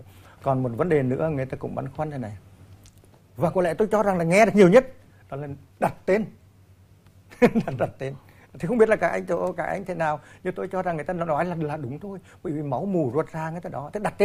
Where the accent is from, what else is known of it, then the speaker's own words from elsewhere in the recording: Quỳnh Đôi, Nghệ An, Vietnam; ở quê của tôi, vì tôi Quỳnh Lôi